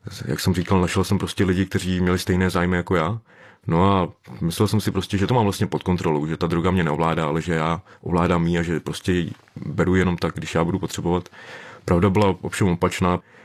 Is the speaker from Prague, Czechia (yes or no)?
no; Karlovy Vary, Karlovy Vary Region, Czechia; pocházím z Karlových Varů